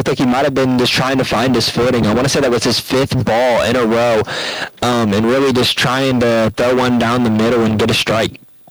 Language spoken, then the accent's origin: English; Springfield, Ohio, United States; … from my hometown, Springfield, Ohio.